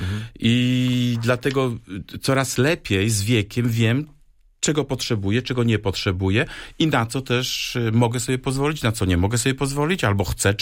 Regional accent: Pyrzyce, West Pomeranian Voivodeship, Poland; moved away as an adult; now in Berlin, Germany; z tego małego miejsca, jakim są Pyrzyce, koło Szczecina, skąd pochodzę

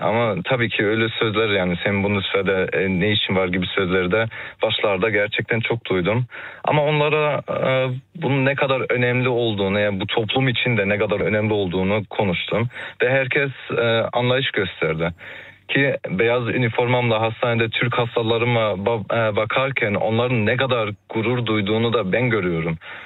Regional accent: Berlin, Germany; Çocukluğumu anneannemin yanında geçirdim. Çünkü annem babam hep yani çalışıyordular. Kreuzberg'de 3 odalı bir evde bazen 8 kişi yaşadık.

